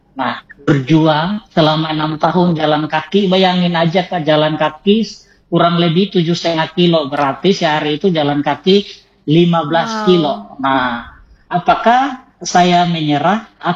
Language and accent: Indonesian; Indonesia; moved away; saya pribadi sebagai anak kampung, oh ya, pendengar semuanya, saya lahir di kampung. Nah, saya lahirnya di kampung Oelufa. Nah, Oelufa. Terus itu satu kampung di daerah Kecamatan Lohulu.